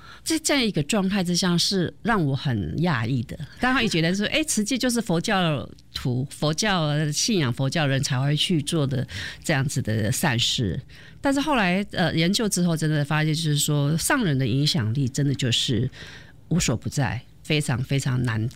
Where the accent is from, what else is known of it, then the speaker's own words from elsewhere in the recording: Hualien, Hualien County, Taiwan; 我是花莲人